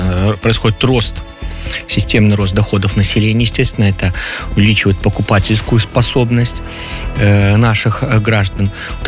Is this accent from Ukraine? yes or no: no; Belarus